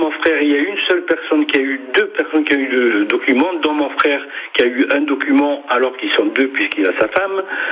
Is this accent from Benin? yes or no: no; Algeria; accent: pied-noir; now in Canet-en-Roussillon, France; vous avez dû m'entendre à mon accent. Je suis bien noir et je le resterai jusqu'à la fin de mes jours. Mais ça fait 64 ans que je suis ici